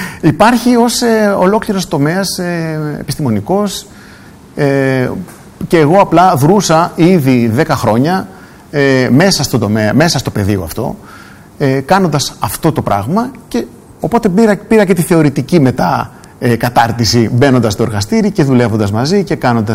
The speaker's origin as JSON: {"language": "Greek", "country": "Greece", "said": "είμαι Έλληνας."}